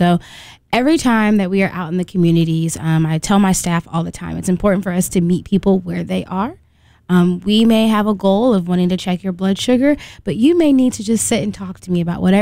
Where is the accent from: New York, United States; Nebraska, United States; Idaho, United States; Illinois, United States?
Illinois, United States; Springfield; I'm born and raised in Springfield, Illinois. I was raised on the east side. Graduated from Southeast High School before heading off to Mizzou for undergrad.